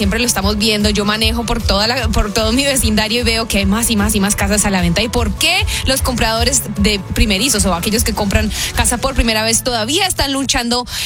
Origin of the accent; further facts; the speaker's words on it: United States; diferente a personas como yo, que por ejemplo crecimos en los Estados Unidos